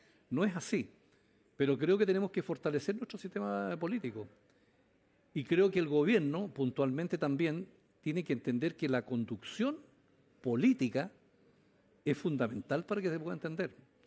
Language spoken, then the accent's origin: Spanish; Chile; somos un país de 18 millones, 20 millones